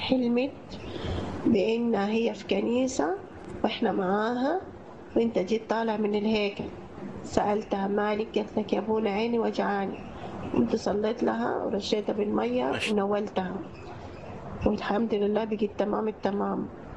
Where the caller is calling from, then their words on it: Sudan; من السودان